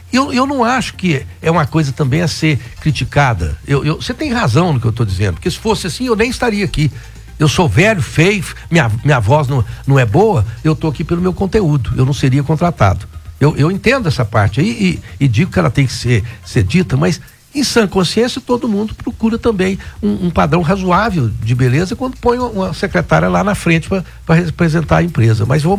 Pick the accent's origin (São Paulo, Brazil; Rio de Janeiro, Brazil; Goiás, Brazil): Goiás, Brazil; Rio Verde; born there; Eu sou fruto do meio. Eu sou uma pessoa que vim de Rio Verde e cresci dentro de um conteúdo social, o qual eu não finjo que não pertenço a ele.